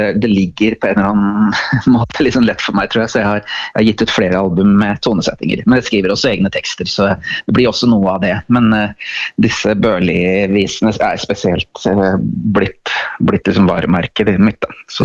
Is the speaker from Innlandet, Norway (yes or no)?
yes; Elverum, Innlandet, Norway; Jeg er en visesanger fra Elverum som har holdt på profesjonelt i 12-14 år